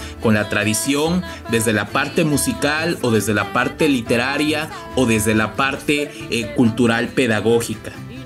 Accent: Veracruz, Mexico; Somos todos veracruzanos

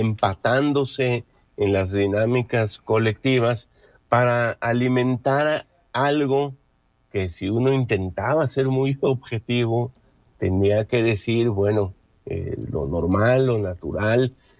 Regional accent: Mexico; nosotros, porque somos de México y le vamos a México

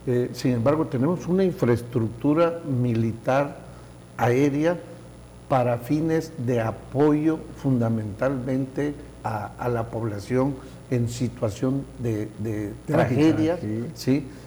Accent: Mexico; algo pendiente como mexicanos es exactamente reencontrarnos con nuestra propia historia

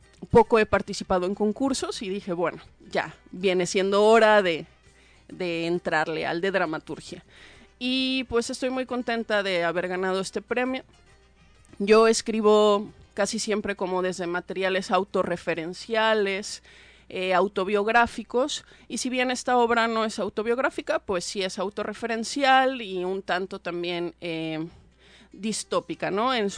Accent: Monterrey, Nuevo León, Mexico; moved away as an adult; now in Acapulco, Mexico; yo soy regiomontana, pero llevo varios años viviendo en Acapulco, aproximadamente 8 años, entonces ya soy medio acapulqueña.

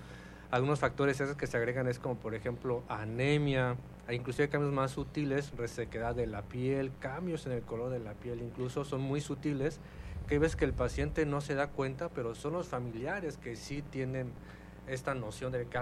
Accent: Mexico

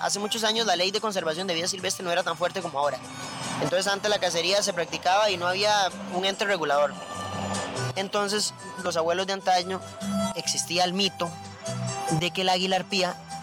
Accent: Limón, Costa Rica; now in Siquirres, Costa Rica; yo soy cuentero costarricense

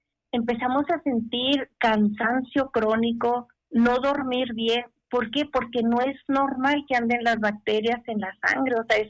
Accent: Mexico

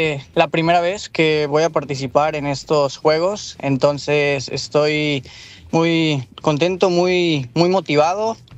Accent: Mexico; now in Europe; soy el primer mexicano

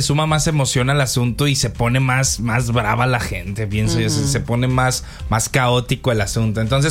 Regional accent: Mexico; Pues ya es como somos los mexicanos.

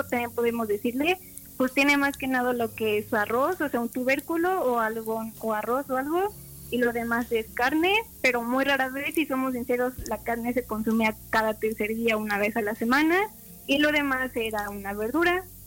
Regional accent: San Luis Potosí, Mexico; en la dieta de todos los que hoy en día somos mexicanos y potosinos.

